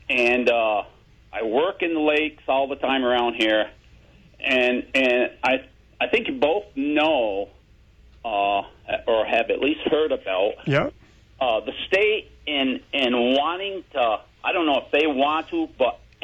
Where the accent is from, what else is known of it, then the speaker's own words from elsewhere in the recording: Bomoseen, Vermont, United States; Yeah, full-time Vermonter. I'm 65 years old, born and raised here.